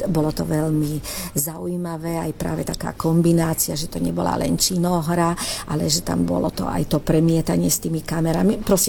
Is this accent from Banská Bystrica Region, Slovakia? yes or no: yes; Banská Štiavnica, Banská Bystrica Region, Slovakia; now in Lombardy, Italy; je z môjho mesta, ja som z Banskej Štiavnice.